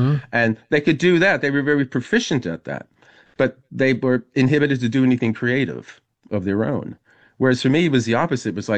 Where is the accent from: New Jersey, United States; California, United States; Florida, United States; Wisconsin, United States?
New Jersey, United States; I mean, I when I grew up in New Jersey, I knew lots of people who were great musicians.